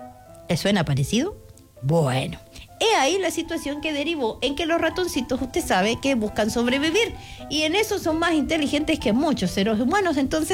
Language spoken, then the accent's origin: Spanish; Valparaíso, Chile; Se olvidan que yo vengo de Valparaíso.